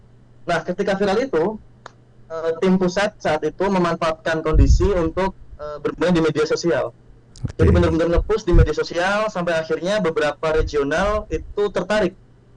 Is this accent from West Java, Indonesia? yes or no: no; Semarang, Central Java, Indonesia; Dan memang di Jakarta, kalau kami sebenarnya dari Semarang.